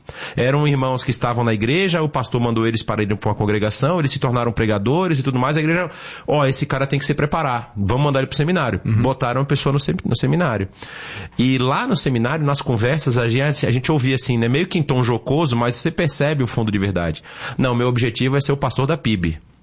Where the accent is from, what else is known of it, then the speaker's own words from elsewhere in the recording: Bahia, Brazil; Mas eu sou da Bahia, eu sei muito bem.